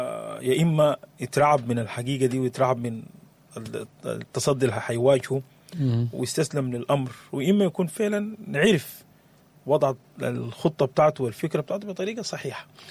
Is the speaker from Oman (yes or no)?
no; Sudan; كسودانيين